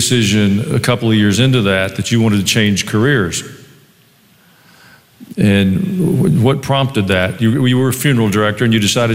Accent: Kansas City, Missouri, United States; born there; I was born in Kansas City.

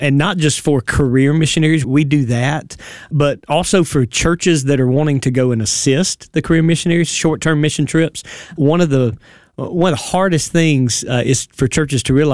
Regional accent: United States; I grew up in Wayne County and then started pastoring right out of high school.

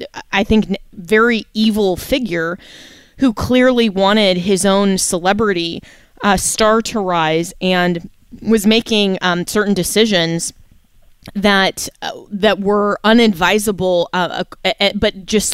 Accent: Florida, United States; my home state governor, Ron DeSantis

